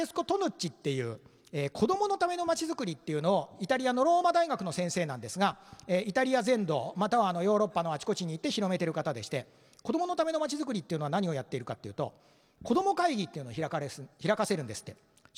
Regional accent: Hokkaido, Japan; 正真正銘の北海道人です

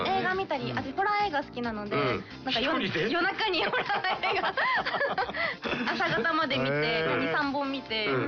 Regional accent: Saitama, Japan; 地元埼玉です

